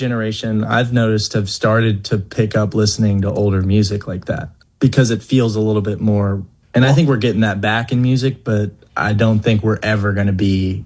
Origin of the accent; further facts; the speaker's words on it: Louisville, Kentucky, United States; I grew up in Catholic schools. Went to Trinity High School. I'm a little Cardinals fan